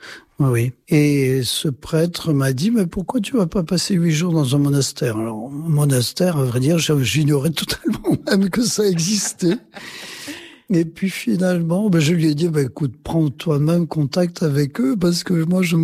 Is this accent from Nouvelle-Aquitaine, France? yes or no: yes; Nouvelle-Aquitaine, France; born there; Je suis né donc en Limousin, dans une famille qui n'était pas spécialement portée sur les choses de la religion